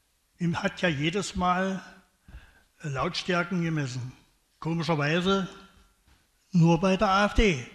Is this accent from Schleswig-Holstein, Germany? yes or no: no; Wolfen, Saxony-Anhalt, Germany; ich komme aus Wolfen, die Pappelgasse 7.